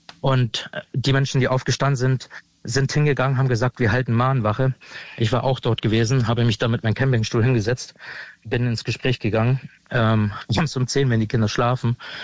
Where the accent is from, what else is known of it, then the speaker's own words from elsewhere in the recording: eastern Germany, Germany; moved away; ich komme ja aus dem Osten, ich komme ja genau aus dieser Region